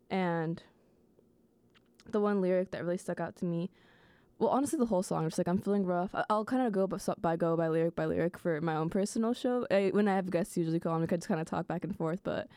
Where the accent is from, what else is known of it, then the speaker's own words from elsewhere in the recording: Katy, Texas, United States; moved away as an adult; now in Austin, United States; I'm from Katy, so like a suburb of Houston. I like to call it fake Houston, but yeah, it's like super car dependent